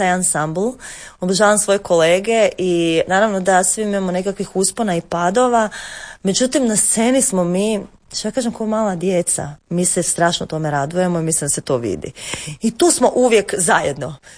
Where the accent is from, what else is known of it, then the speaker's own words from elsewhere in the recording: Osijek, Osijek-Baranja County, Croatia; i evo i Osijek, isto što bi se reklo. Mi nemamo taj izraz u hrvatskom jeziku, ali u engleskom postoji taj sjajan izraz hometown. To je zapravo bio moj dom.